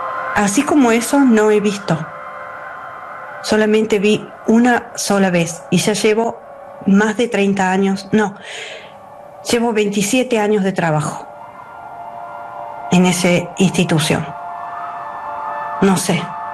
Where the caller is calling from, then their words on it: Córdoba, Argentina; de Córdoba